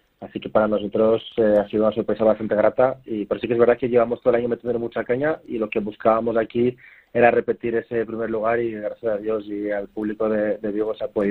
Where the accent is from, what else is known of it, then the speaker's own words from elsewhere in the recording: Brazil; now in Zaragoza, Spain; Nosotros somos aquí de Zaragoza, y somos originalmente brasileños y tenemos una cierta conexión extra con toda la parte de Coruña, por toda la familia y amigos que tenemos por ahí, por la zona, sobre todo en Vigo.